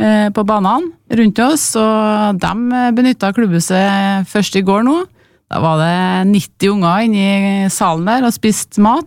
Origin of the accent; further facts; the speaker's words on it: Vikhammer, Trøndelag, Norway; Jeg bor der selv, født og oppvokst på Vikhammeråsen, og vi har aldri hatt denne plassen hvor vi kan møtes og bare sitte i lag.